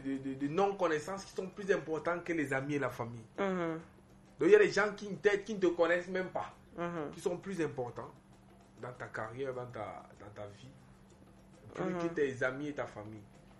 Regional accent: Cameroon; Parce que nous sommes camerounais.

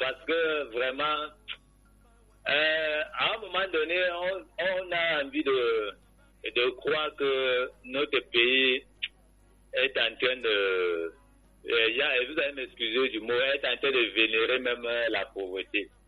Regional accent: Cameroon; born there; je suis né au Cameroun.

